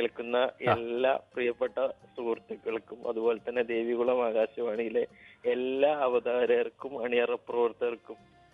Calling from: Kollampadi, Kerala, India; ഇവിടെ ഞാൻ കൊല്ലമ്പടി, അരീക്കോട് അടുത്ത് കൊല്ലമ്പടിയാണ് എന്റെ സ്വദേശം.

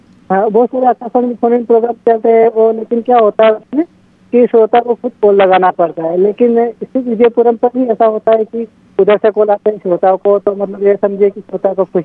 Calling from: Ujjain district, Madhya Pradesh, India; ग्राम बछोड़ा, तहसील नागदा, जिला उज्जैन से।

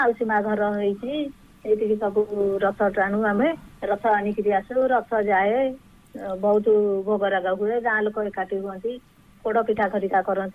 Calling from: Jagatsinghpur, Odisha, India; ନମସ୍କାର, ମୁଁ ଜଗତସିଂହପୁରରୁ

